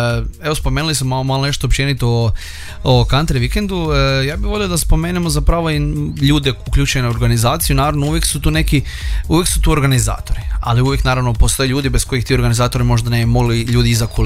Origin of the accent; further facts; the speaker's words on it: Podravina, Croatia; country stil života općenito kod nas u Podravini nije baš nešto prezastupljen.